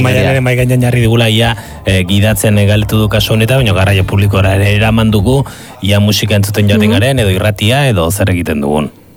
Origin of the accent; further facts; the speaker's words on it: Idiazabal, Basque Country, Spain; nire Idiazabaldarra naiz